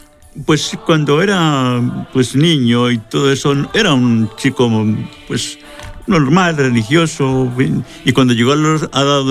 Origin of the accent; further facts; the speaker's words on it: Albalate de Zorita, Castilla-La Mancha, Spain; Sí, ese es mi pueblo, y allí pues yo viví mi niñez, mi adolescencia, hasta que me fui al seminario.